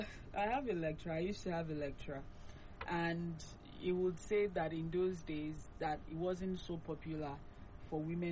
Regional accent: Nigeria; I've gone through a lot as a Nigerian woman.

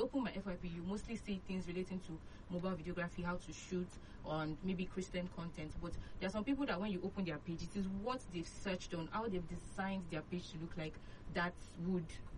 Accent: Nigeria; as Nigerian youth

